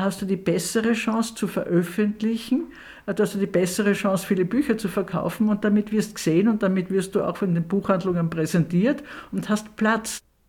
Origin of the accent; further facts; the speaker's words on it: Lower Austria, Austria; Also das haben wir immer bei uns im Weinviertel draußen in der Kellergasse.